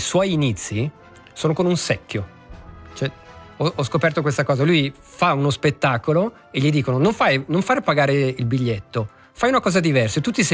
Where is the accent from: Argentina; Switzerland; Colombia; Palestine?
Switzerland; Sorengo, Ticino; born there; sono nato a Sorengo.